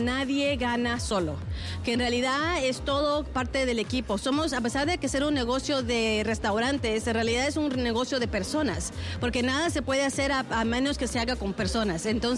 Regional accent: Guatemala; now in United States; Yo soy originalmente de Guatemala, pero llevo en Estados Unidos más de 30 años

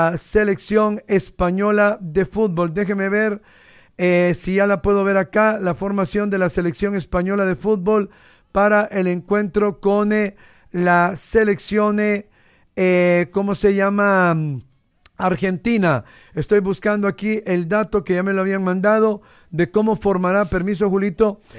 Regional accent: Honduras; si nosotros claro, que somos hondureños, argentinos-hondureños, hondureños-argentinos, va.

